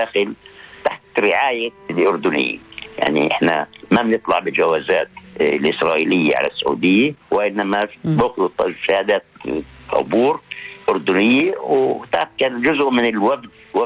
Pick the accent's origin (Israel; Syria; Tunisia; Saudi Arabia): Israel; now in Kafr Qara, Israel; إحنا فلسطينيين داخل اللي صمدنا على أرضنا